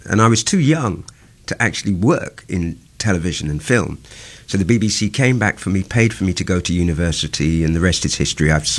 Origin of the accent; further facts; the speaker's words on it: London, United Kingdom; So I'm from London. I'm of Caribbean parentage that went to Britain during World War II